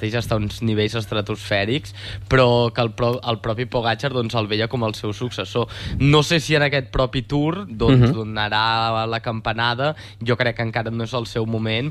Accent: Manresa, Catalonia, Spain; Jo que sóc de Manresa

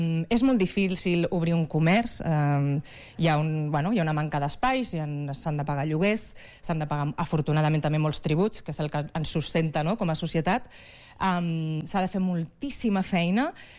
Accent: Valencia, Valencian Community, Spain; moved away as an adult; now in Badalona, Spain; Doncs jo soc originalment de València, de la ciutat de València, però porto ja vivint 5 anys a Badalona.

